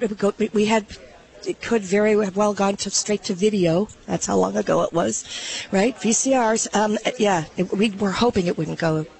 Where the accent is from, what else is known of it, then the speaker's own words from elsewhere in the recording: Chicago, Illinois, United States; So I'm from the Chicagoland area, so I've been to Springfield many times, and I love Springfield.